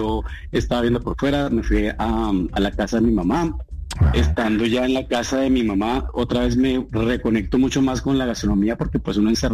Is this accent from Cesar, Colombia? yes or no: yes; Agustín Codazzi, Cesar, Colombia; criadas en la costa norte de Colombia, puntualmente en Agustín Cuasi de Sar, que es de donde soy yo.